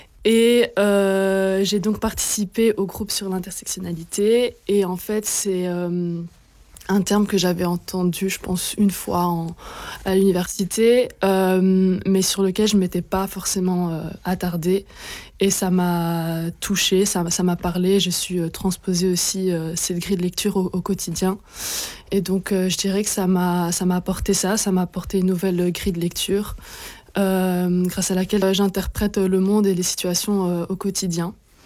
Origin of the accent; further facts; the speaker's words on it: Belgium; born there; je suis née en Belgique, mais j'ai pas eu la nationalité belge dès le départ. Je suis la fille d'une mère colombienne et d'un père salvadorien.